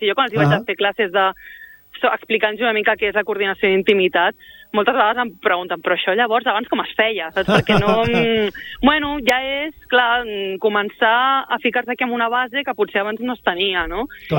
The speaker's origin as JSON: {"language": "Catalan", "town": "Castelldefels", "region": "Catalonia", "country": "Spain", "moved": "as an adult", "said": "del meu poble, que ara ja, per desgràcia, ja no visc allà"}